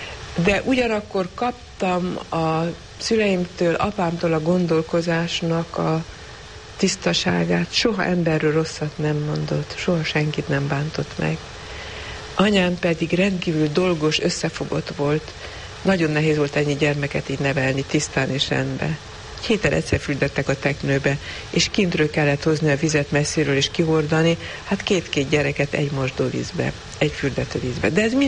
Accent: Transylvania, Romania; voltak Romániában olyan időszakok, amikor nem volt nagy magyar nyomás. Akkor tulajdonképpen még magyar iskola, szóval egy bizonyos magyar környezetben nőttem teljesen

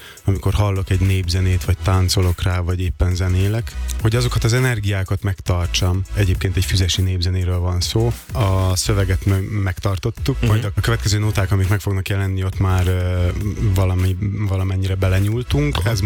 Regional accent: Vojvodina, Serbia; Nem, vajdaságiként nem tudom soha elengedni a magyar és a szerb népzenét, tehát egy ilyen kavalkádban nőttem fel, ahol fontos volt a magyar kultúra, a zene és néphagyományok

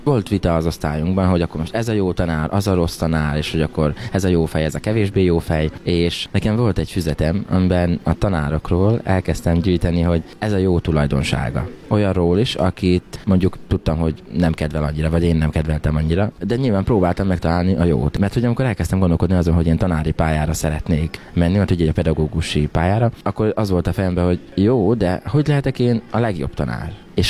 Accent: Kápolna, Heves, Hungary; born or raised there

